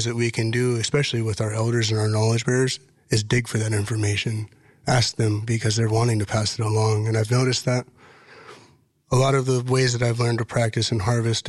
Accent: Washington, United States; moved away as an adult; now in Kasaan, United States; I grew up down in Washington, and being Alaskan native

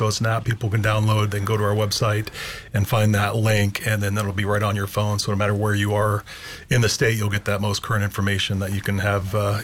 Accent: Anchorage, Alaska, United States; Yeah, I was born and raised in Alaska and grew up on the Anchorage hillside

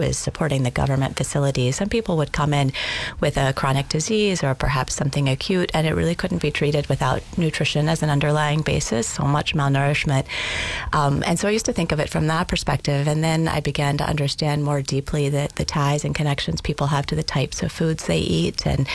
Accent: Kentucky, United States; also born or lived in Southern Africa; I'm from Eastern Kentucky, and I grew up in a family that farmed, and I was sort of desperate to get out, which took me to the Peace Corps and then to Southern Africa.

